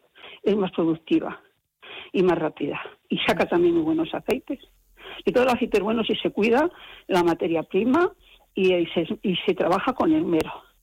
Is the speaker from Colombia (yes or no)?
no; Madrid, Community of Madrid, Spain; somos de Madrid